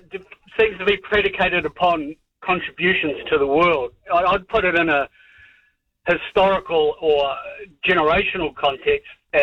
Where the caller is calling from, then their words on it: New Zealand; explained that I was from New Zealand